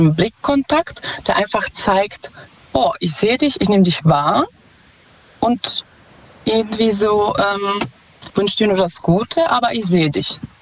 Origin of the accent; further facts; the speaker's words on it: Czechia; German is a second language; Ich komme ursprünglich aus Tschechien.